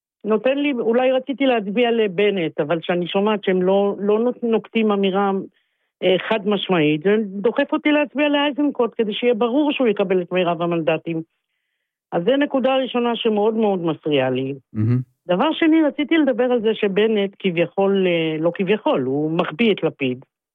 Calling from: Central District, Israel

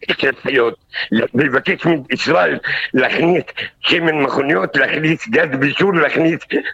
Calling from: Gaza Strip, Palestine

